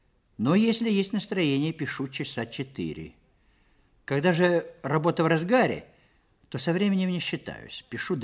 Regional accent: Odesa, Odesa Oblast, Ukraine; born there; Родился в Одессе в 1897 году.

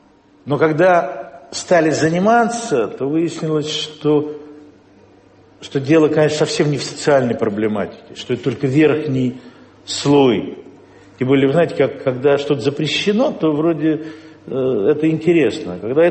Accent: Siberia, Russia; born there; Я родился вообще в Сибири.

